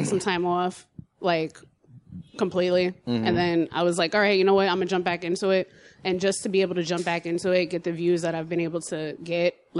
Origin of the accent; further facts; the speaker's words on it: New York, United States; I'm from New York.